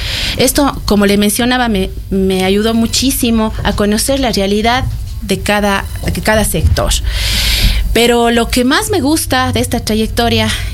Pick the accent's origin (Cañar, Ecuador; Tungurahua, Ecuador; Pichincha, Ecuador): Cañar, Ecuador; Luego regresé a mi tierra, Cañari, en donde en ese entonces se llamaba Dirección Provincial de Salud del Cañar.